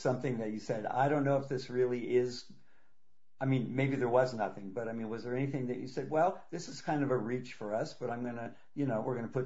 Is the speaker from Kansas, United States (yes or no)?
no; West Warwick, Rhode Island, United States; born there; I was born in West Warwick, so I kind